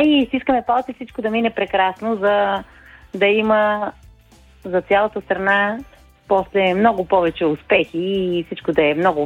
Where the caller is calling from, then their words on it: Burgas, Burgas Province, Bulgaria; От Бургас.